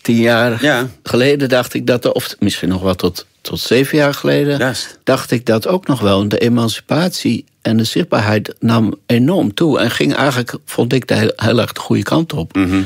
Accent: Netherlands; In Nederland, waar ik vandaan kom

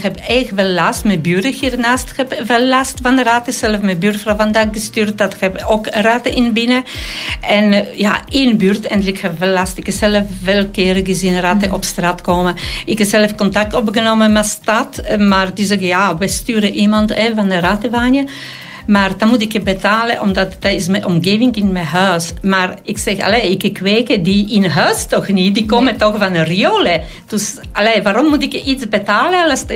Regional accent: Poland; Dutch is a second language; Nee, ik kom van Polen, mijn boerendochter. Ik ben niet zo snel bang.

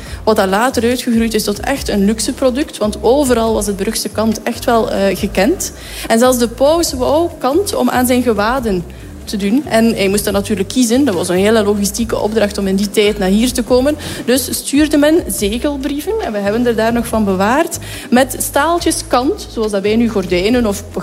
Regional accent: Bruges, Flanders, Belgium; als Bruggelingen

